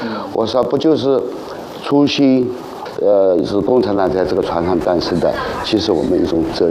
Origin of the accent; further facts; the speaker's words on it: Jiaxing, Zhejiang, China; 我小时候在小学的时候呢，又到南湖里赞扬红船，所以讲呢对红船有感情，就是这样的。